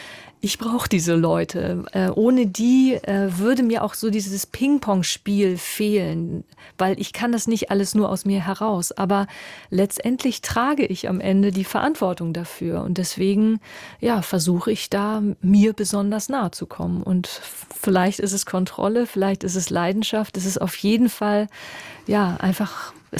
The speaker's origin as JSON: {"language": "German", "region": "Hamburg", "country": "Germany", "said": "Meine Heimat war immer Hamburg. Also selbst als ich in Berlin dann studiert habe, es hat mich irgendwie, also die dickste Wurzel meines Lebens, die wächst durch Hamburg. Und meine Familie lebt da."}